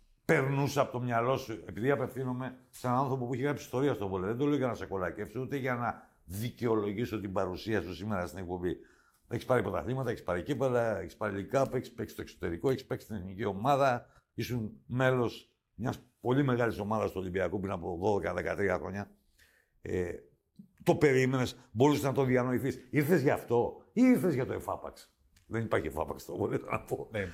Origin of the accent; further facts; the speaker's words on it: Amari, Crete, Greece; Στο χωριό μου εδώ, στο Αμάρι, έτσι το λένε.